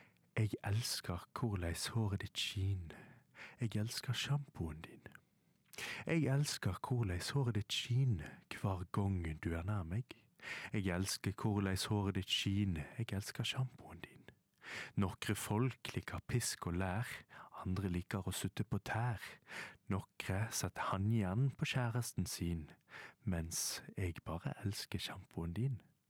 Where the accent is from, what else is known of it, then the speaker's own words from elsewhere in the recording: Bergen, Vestland, Norway; moved away as an adult; now in Oslo, Norway; vi går inn i en litt ukjent tid for meg som bergenser, og det er høst i Oslo.